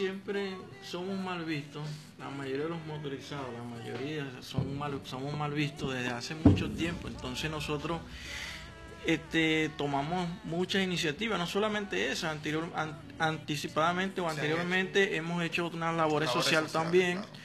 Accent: Venezuela; somos venezolanos todos

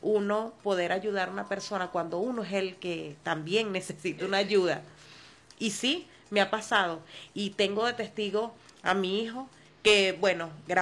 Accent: Venezuela; yo soy una venezolana de a pie igualito que todos.

